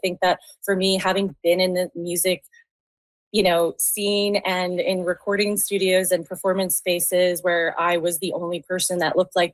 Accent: Saskatchewan, Canada; I played in a lot of bands like that had different genres growing up in Saskatchewan

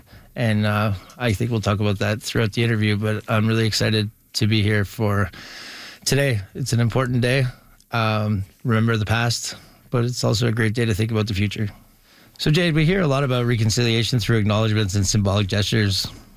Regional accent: Kitigan Zibi, Quebec, Canada; now in Ottawa, Canada; I'm Algonquin from Kitigan-Zibi. Moved back to Ottawa last year.

